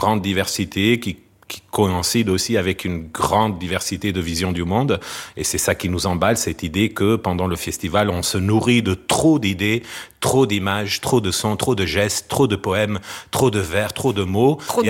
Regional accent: Portugal; French is a second language; moved away as an adult; now in Avignon, France; je reste portugais.

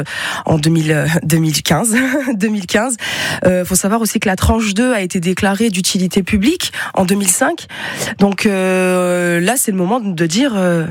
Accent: Avignon, Provence-Alpes-Côte d'Azur, France; j'étais encore toute jeune à ce moment-là. Donc, je suis native de la Rocade.

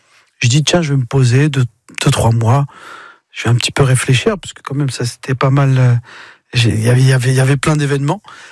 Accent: Mantes-la-Jolie, Île-de-France, France; je viens de Mantes-la-Jolie, d'un milieu ouvrier.

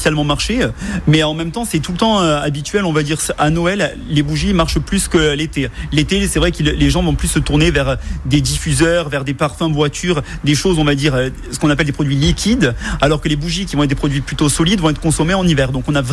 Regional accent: Occitanie, France; Moi, par exemple, je suis du Tarn, à Vaud'Olivèze, et j'ai été baptisé là-bas

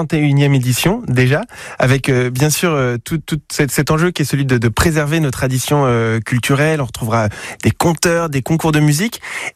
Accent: Brittany, France; chez nous en Bretagne

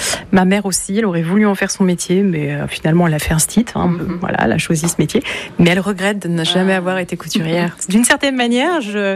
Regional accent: Cholet, Pays de la Loire, France; moved away; Alors moi je venais de la région de Cholet, dans le Maine-et-Loire.

